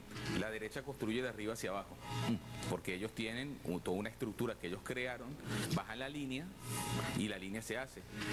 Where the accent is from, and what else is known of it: Venezuela